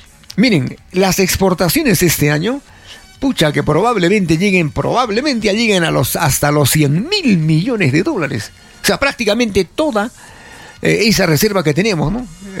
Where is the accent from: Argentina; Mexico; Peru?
Peru